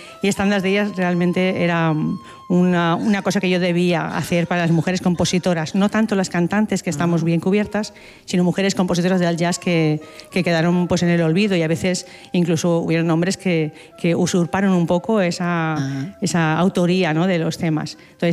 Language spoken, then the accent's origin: Spanish; L'Olleria, Valencian Community, Spain; soy muy pues, de mi pueblo, de la Ollería, y eso pues quiero llevarlo pues, con mucho orgullo, claro.